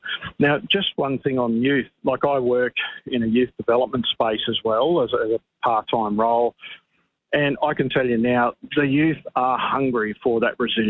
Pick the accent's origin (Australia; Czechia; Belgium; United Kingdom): Australia; But I felt so deflated as an Australian citizen